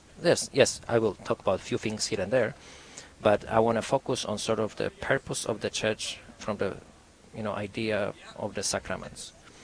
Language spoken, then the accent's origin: English; Poland; now in United States; we're Catholics, and I grew up in Poland, in a Catholic country. When I arrived to the United States, I get to know many separated brothers or Protestants in a way.